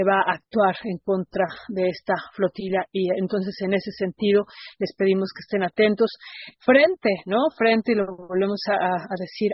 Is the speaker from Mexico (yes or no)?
yes; Mexico; Y nosotros y nosotras como mexicanas apelando a este humanismo mexicano.